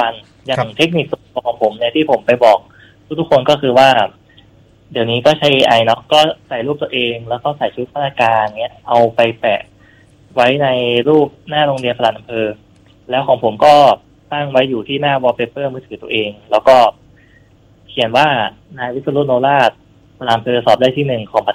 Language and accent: Thai; Nan, Thailand; born there; moved away as an adult; also born or lived in Chiang Mai / Mae Hong Son; now in Phop Phra, Thailand; ก็มาอยู่ที่เชียงใหม่ครับเกิดที่น่านแล้วก็ย้ายมาอยู่ที่เชียงใหม่ช่วงที่เรียนมช